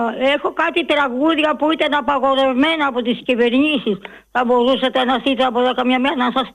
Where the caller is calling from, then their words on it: Agrinio, Western Greece, Greece; είμαι από το Αγρίνιο και εκεί βάζαμε καπνά.